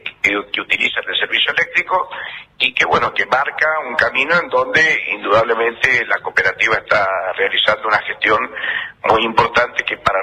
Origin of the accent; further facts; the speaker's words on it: Mendoza, Argentina; soy de la provincia de Mendoza, es la primera vez que estoy acá en Esquel